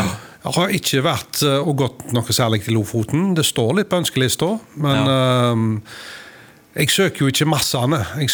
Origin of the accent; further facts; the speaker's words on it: New Zealand; now in Norway; Jeg er jo født og oppvokst på New Zealand